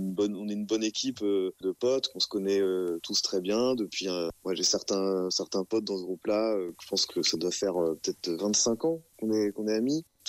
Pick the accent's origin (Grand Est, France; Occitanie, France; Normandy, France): Normandy, France; Caen; now in Nantes, France; je suis Normand, je suis de Caen. Je suis vraiment à Nantes que depuis 2010, et enfin 2010, non, 2015 et plus précisément.